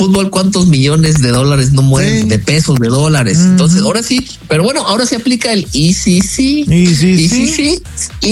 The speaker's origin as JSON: {"language": "Spanish", "town": "Celaya", "region": "Guanajuato", "country": "Mexico", "said": "oye, yo soy de Celaya, tú jugaste en Celaya, eras ídolo y pues te queremos mucho en Celaya."}